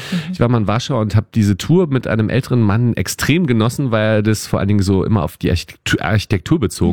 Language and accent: German; Berlin, Germany; Ich komme aus Berlin. Ich bin der Meinung, ich kenne die Stadt relativ gut